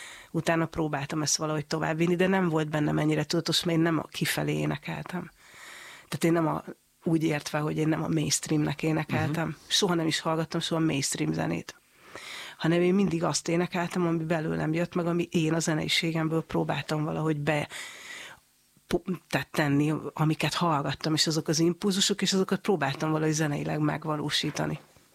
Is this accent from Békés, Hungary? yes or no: no; Borsod-Abaúj-Zemplén, Hungary; mivel hogy én Borsod megyei vagyok